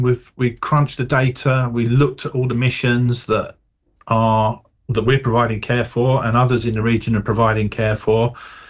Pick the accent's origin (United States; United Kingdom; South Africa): United Kingdom; London; as you can tell, I'm a southerner. I'm born and bred in London